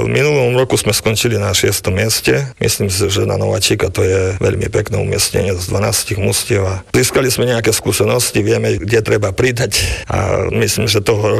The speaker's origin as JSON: {"language": "Slovak", "town": "Čierne", "region": "Žilina Region", "country": "Slovakia", "moved": "as an adult", "said": "Pochádzam zo susednej obce z Čierneho."}